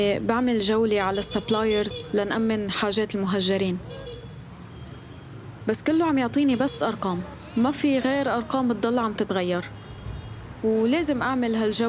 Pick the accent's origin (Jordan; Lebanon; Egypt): Lebanon; North Governorate; نحن مجموعة أشخاص من الشمال